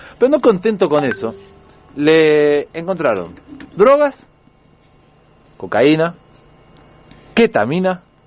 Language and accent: Spanish; Mendoza, Argentina; ahora somos famosos los mendocinos